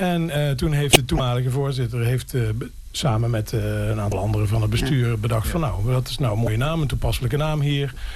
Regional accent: Netherlands; born there; moved away; Ik kom oorspronkelijk uit Marezen.

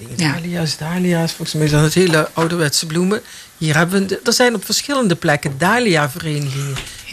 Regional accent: North Brabant, Netherlands; moved away; ik kom uit de buurt van Vught.

